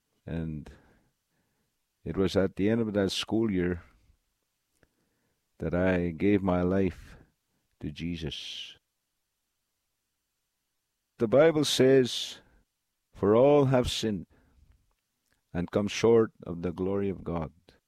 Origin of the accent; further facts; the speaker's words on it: Swan River, Manitoba, Canada; also born or lived in Thicket Portage, Manitoba; I come from Swan River, Manitoba. And I'm a Cree.